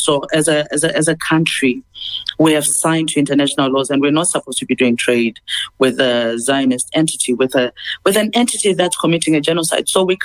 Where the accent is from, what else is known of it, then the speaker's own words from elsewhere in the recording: South Africa; And when they found out we're South African, the shopkeeper wouldn't take our money.